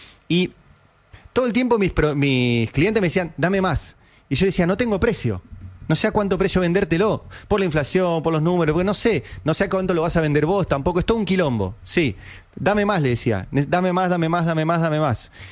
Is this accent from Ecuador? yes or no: no; Catalonia, Spain; Para mí, o sea que soy catalán y consultor político